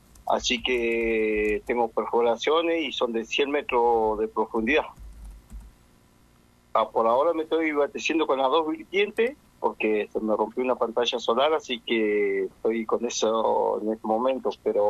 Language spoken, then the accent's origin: Spanish; Cerro Cóndor, Chubut, Argentina; also born or lived in San Martín; soy criado en la zona de Cerro Cóndor, incluso ahí tengo un campito. Sí, me crié en el campo, nací criado en el campo, cuidando ovejas, chivas. Después me fui unos años a Río Gallego y volví de vuelta